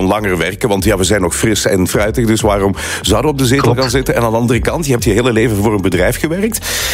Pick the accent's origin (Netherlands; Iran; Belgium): Belgium; Limburg; Zijn wij Limburgers zo ijverig